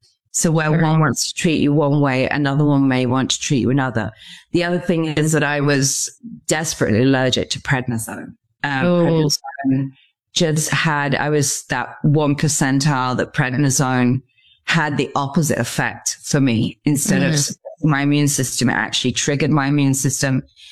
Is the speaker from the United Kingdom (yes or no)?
yes; Stratford-upon-Avon, West Midlands, United Kingdom; also born or lived in Mexico; I decided to leave Mexico, go back to England, because I'm obviously from Stratford-upon-Avon in England. You can tell by my accent. And so I decided to go home to England